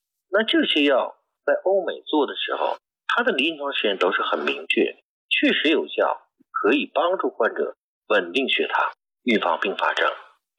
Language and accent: Chinese; China